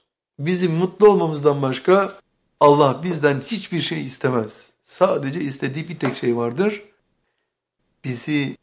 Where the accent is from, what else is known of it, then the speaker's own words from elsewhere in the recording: Bursa, Turkey; hatırlıyorum çocukluğumda, Bursa'da çocukluğumu geçirdim.